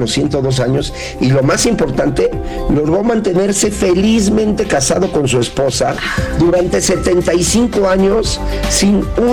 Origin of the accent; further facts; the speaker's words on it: Mexico; somos buenos los mexicanos, somos buenos